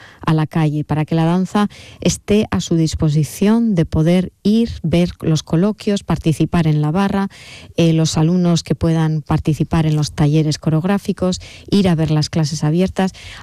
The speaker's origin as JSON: {"language": "Spanish", "region": "Basque Country", "country": "Spain", "said": "Y yo, claro, yo soy muy vasca. Yo en el País Vasco somos muy introvertidos"}